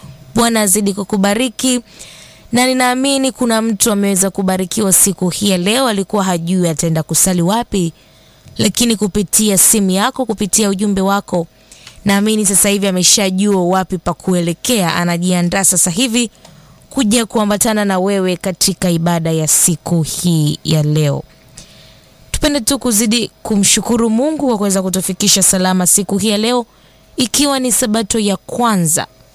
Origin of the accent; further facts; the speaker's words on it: Nyamikoma, Simiyu, Tanzania; natokea Nyamikoma, mkoa wa Simiu.